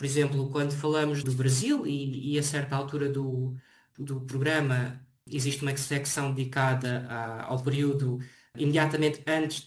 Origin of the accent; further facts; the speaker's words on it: Oeste, Portugal; moved away as an adult; now in Saint-Étienne, France; é o eixo Lisboa-Leiria, portanto toda aquela zona oeste, de onde eu sou e onde tenho trabalhado